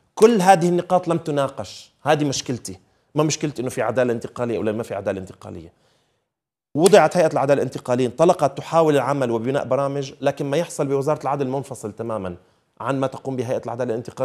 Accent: Syria; وحقيقة كسوريين عشنا بسوريا وبنعرف سوريا وحبسنا، أنا محبوس مرتين ومحاكم مرتين

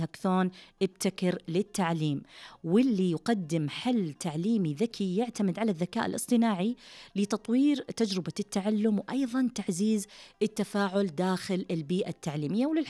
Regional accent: Saudi Arabia; إحنا كسعوديين

